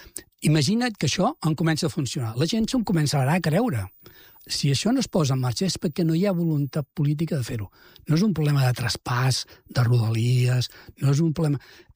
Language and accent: Catalan; Vilassar de Mar, Catalonia, Spain; jo sóc de Vilassar de Mar